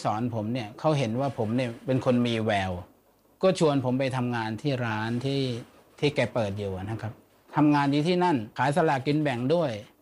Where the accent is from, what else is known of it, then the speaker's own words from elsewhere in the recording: Suphan Buri, Thailand; born there; สวัสดีครับ … เกิดที่จังหวัดสุพรรณบุรีนะครับ